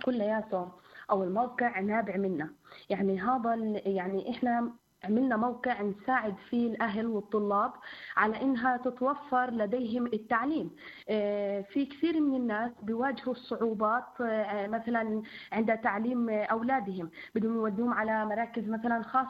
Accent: Hajja, Qalqilya Governorate, Palestine; قريتنا بنحاول انه ننشر على مجلس قروي حجة

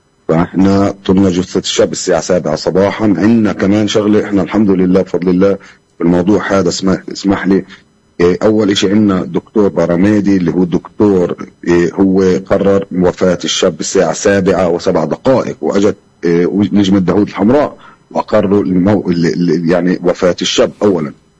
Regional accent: Jerusalem, Palestine; وأنا كابن القدس الوطن الجميل والمدينة الجميلة وابن البلد القديمة كلياتنا إخوان ننتمي لها تراب هذا الوطن الجميل

